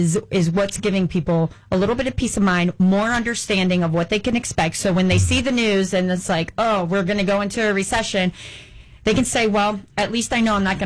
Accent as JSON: {"language": "English", "region": "Indiana", "country": "United States", "said": "I just am familiar with Ohio. I'm from Indiana."}